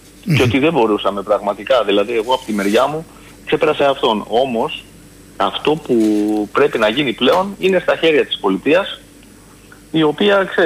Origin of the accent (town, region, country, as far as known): Greece